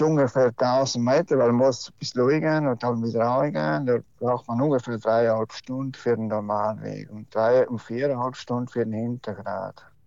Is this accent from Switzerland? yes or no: no; South Tyrol, Italy; das sind die Probleme und mit die Massen sind bei uns im Westen von Südtirol sowieso, haben wir noch nichts Problem.